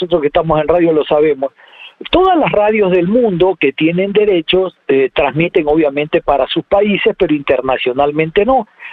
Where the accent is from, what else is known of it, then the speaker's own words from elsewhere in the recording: Guayaquil, Guayas, Ecuador; yo no soy argentino para nada, soy bien ecuatoriano y guayaco